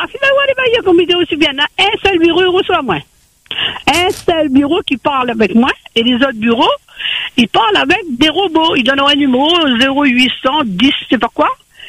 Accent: Saint-Paul, Réunion; born there; Moi, je suis née à Saint-Paul.

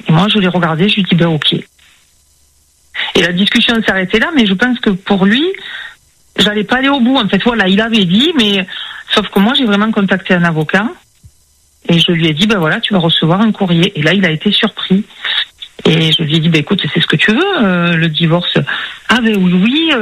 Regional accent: south of France, France; accent: southern; Parce que quand ils entendent mon accent, ils me disent « Mais vous êtes d'où ?»« Oui, mais je suis du Sud. »

